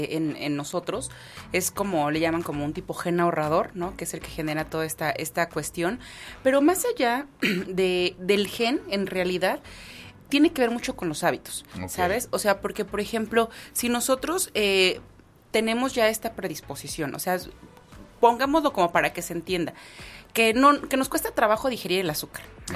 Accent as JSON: {"language": "Spanish", "country": "Mexico", "said": "nosotros tendemos mucho a los excesos como mexicanos"}